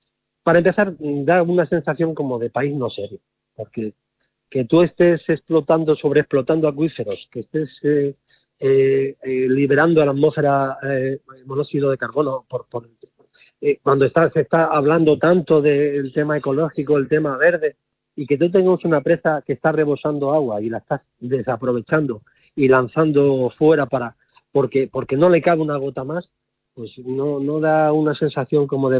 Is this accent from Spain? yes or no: yes; Spain; ¿Es que no somos los españoles todos iguales ante la ley?